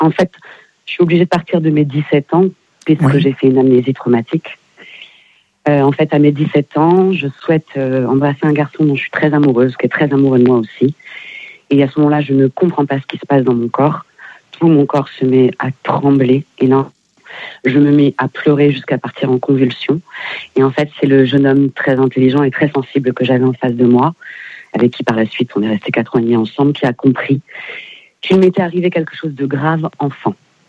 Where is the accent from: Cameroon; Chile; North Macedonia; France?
France; Évreux, Normandy; born there; now in Montreuil, France; Mais je suis de Normandie à la base. Je suis née à Évreux.